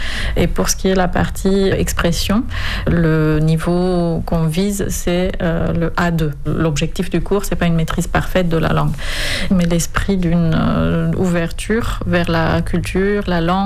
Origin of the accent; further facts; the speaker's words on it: Romania; first language Romanian; French is a second language; moved away as an adult; now in Nantes, France; Je suis d'origine roumaine, j'habite en France depuis 25 ans